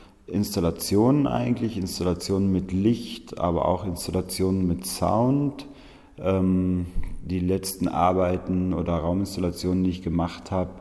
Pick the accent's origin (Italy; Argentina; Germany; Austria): Italy; Val Gardena, a Ladin valley, Trentino-Alto Adige; Also ich bin selber auf dem Bauernhof aufgewachsen, auf dem Bergbauernhof auf 1500 Metern im Gardatal, in einem ladinischen Tal, und bin deshalb aufgewachsen mit landwirtschaftlicher Arbeit